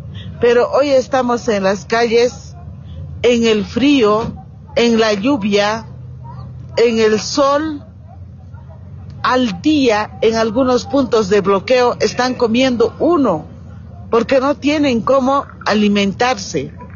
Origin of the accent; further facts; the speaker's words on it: Bolivia; hemos podido tener esta preparación como bolivianas, como bolivianos.